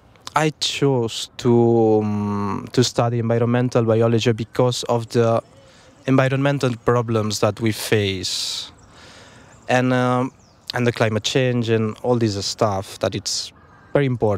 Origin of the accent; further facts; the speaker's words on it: San Vicente de Castellet, Catalonia, Spain; English is a second language; I'm from a little town near to Montserrat, if someone knows. It's in the middle of Catalonia, so in the northeastern part of Spain. I was a really curious kid from San Vicente de Castellet.